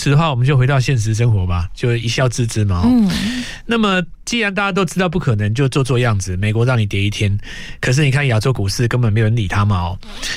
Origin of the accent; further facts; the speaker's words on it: Taiwan; 那再来就是我们台湾这边的问题了